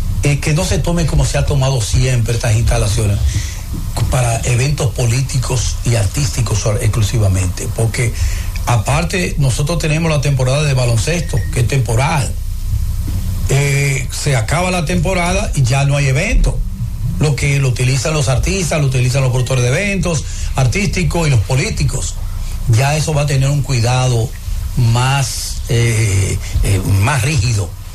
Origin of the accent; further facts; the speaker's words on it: Dominican Republic; Para nosotros un orgullo y un privilegio como dominicano.